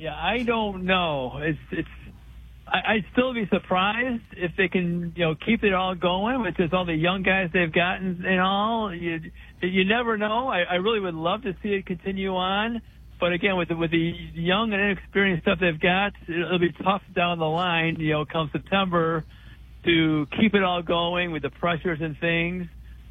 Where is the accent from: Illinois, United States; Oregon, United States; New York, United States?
Illinois, United States; Evergreen Park; I grew up in Evergreen Park in the south suburbs of Chicago, so I grew up a White Sox fan.